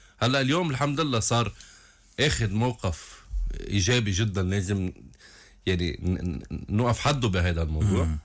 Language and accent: Arabic; Lebanon; نحن عم نفاوض كلبنانيين، كدولة لبنانية